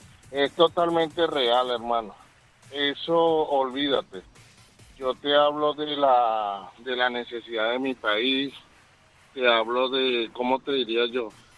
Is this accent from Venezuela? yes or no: yes; Venezuela; now in United States; soy oriundo de Venezuela.